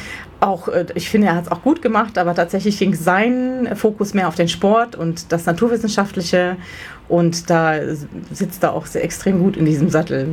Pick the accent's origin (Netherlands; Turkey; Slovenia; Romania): Slovenia; German is a second language; now in Germany; Ich stamme aus Slowenien, das haben wir also diese zwei Länder genommen und natürlich die momentane Heimat von uns beiden, nämlich Deutschland